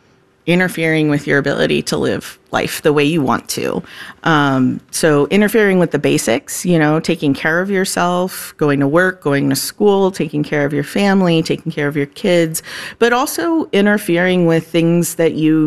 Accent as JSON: {"language": "English", "region": "Florida", "country": "United States", "moved": "yes", "said": "I'm from Florida originally, and so we don't see seasonal affective disorder as much. And when I moved here 8 years ago, I was like, wow, okay, I get it now."}